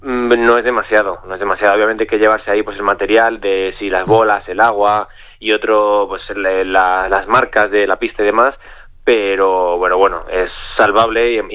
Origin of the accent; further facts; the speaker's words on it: Madrid, Community of Madrid, Spain; yo que vengo de Madrid, a mí a la distancia de 10 minutos a Bueu, no me supone mucho